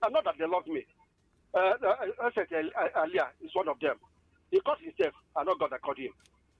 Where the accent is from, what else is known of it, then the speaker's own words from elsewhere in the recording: Anambra, Nigeria; And I grew up for Bunka in Anambra State.